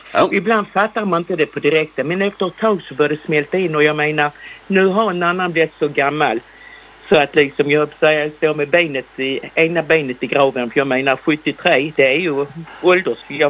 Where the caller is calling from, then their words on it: Malmö, Skåne, Sweden; Här är det … på Jägersrovägen.